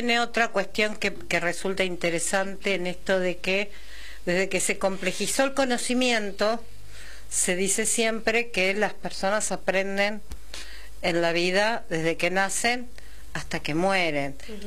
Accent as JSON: {"language": "Spanish", "region": "Buenos Aires", "country": "Argentina", "said": "O sea, Berazategui y Avellaneda, yo soy de la zona."}